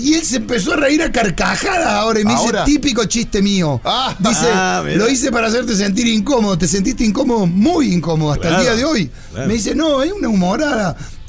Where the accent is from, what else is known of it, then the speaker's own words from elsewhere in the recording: Argentina; Nosotros somos de Argentina.